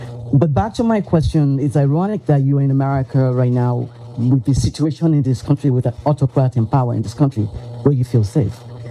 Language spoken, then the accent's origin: English; Nigeria; now in United States; I'm a Nigerian-American, but I call myself... I'm a citizen of the United States of Africa.